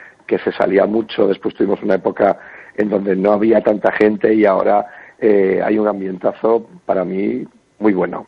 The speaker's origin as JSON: {"language": "Spanish", "town": "Ferrol", "region": "Galicia", "country": "Spain", "tie": "born or raised there", "said": "yo soy de Ferrol, siempre digo, yo soy de Ferrol de toda la vida. He nacido en el barrio del Muelle y me he criado después, desde los 9 años, en Canido. O sea que ferrolano hasta la médula."}